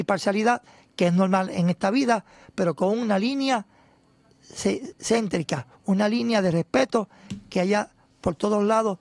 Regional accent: Puerto Rico; nuestra parcialidad y subjetividad como puertorriqueños

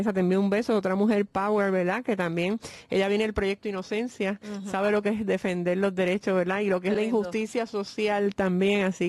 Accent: Trujillo Alto, Puerto Rico; Yo soy trujillana, by the way.

